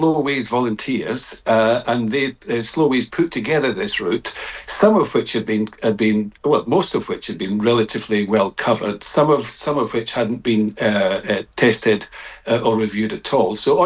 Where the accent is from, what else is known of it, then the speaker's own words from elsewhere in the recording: Scotland, United Kingdom; now in South of England, United Kingdom; into my home country of Scotland